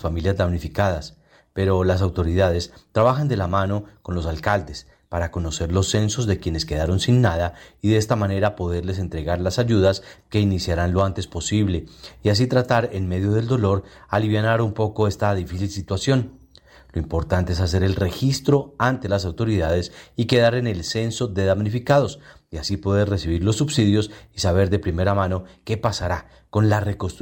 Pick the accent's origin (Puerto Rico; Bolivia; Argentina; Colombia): Colombia; la mayoría somos colombianos los que vivimos en un mismo país